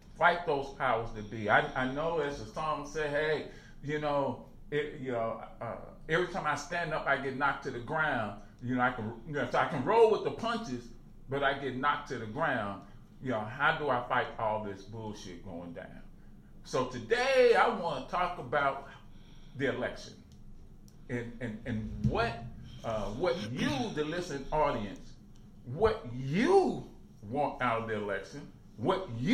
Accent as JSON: {"language": "English", "town": "Chicago", "region": "Illinois", "country": "United States", "tie": "born or raised there", "said": "growing up in Chicago"}